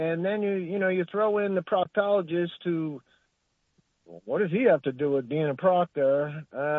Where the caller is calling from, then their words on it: New York, United States; I'm calling from Hapag, New York.